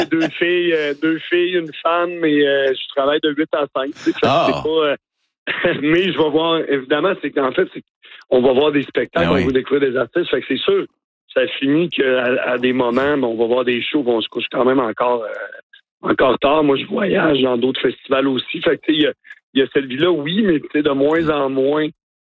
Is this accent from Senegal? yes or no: no; Baie-Saint-Paul, Quebec, Canada; on est born and raised, là, tu sais, on est de Baie-Saint-Paul, fait qu'on connaît les gens